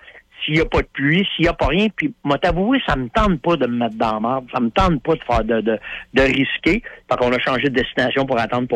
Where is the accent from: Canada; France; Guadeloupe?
Canada; Tu sais, je disais, ben, je viens du Canada.